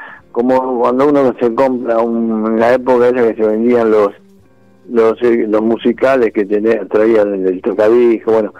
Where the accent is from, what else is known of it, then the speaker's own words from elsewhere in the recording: Buenos Aires, Argentina; now in Recoleta, Buenos Aires, Argentina; yo soy oriundo de Flores